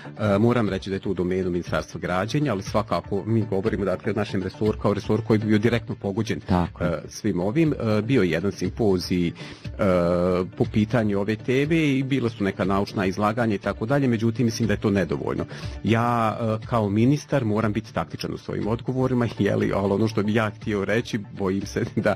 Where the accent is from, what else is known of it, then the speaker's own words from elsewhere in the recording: Bosanska Krupa, Federation of Bosnia and Herzegovina, Bosnia & Herzegovina; ja sam iz Bosanske Krupe, blizina Bosanskog Novog je neki 30 km